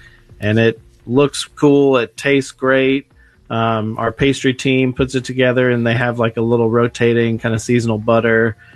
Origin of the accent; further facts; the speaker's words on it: Texas, United States; also born or lived in New York City; they hired me because I was from Texas.